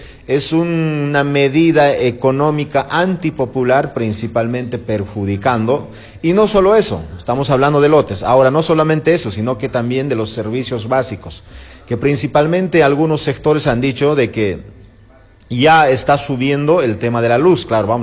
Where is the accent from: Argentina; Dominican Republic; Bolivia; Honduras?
Bolivia